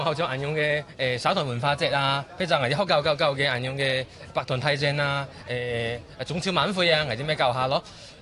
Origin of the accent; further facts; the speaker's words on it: Guangdong, China; 就系想希望科普一下我哋广东嘅方言。然后我啲客家各地客家嘅全世界客家嘅方言咯